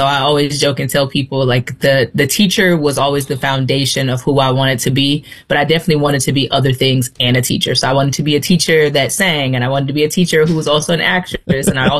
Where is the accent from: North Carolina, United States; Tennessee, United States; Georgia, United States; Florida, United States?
North Carolina, United States; also born or lived in Youngstown, Ohio / Texas; I was born in Youngstown, Ohio. By the time I was two, we had started moving. So I was in North Carolina, Fort Bragg area for about 10 years. Then we went to Texas and Fort Hood area.